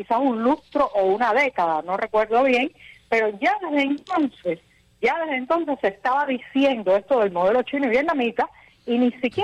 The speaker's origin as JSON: {"language": "Spanish", "country": "Cuba", "said": "lo último que yo quiero para mi país es un modelo chino o vietnamí."}